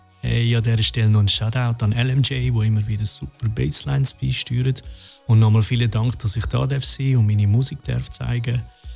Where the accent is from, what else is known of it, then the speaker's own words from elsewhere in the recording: Zurich, Switzerland; Also ich bin halb Filipino, hier in Zürich geboren und aufgewachsen